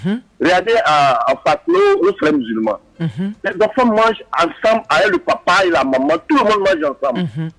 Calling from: Abidjan, Côte d’Ivoire; je suis même à Cocody.

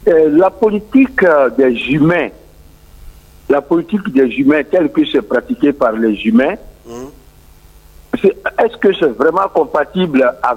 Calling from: Abidjan, Côte d’Ivoire; Je suis de Yopougon.

